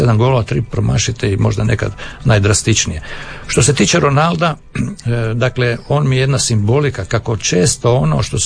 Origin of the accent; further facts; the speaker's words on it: Croatia; Problem je da ja dolazim iz Hrvatske, iz jedne redakcije koja nije baš ono...